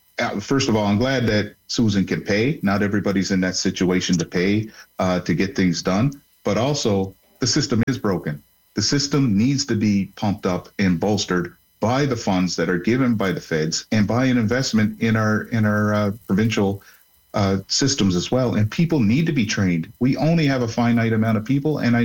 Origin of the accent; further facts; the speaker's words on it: Nova Scotia, Canada; I'm from Nova Scotia and I was waiting up to a year for it.